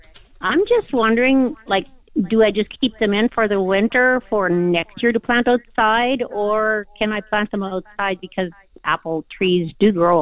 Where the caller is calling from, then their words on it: Grunthal, Manitoba, Canada; I'm calling from Grunthal.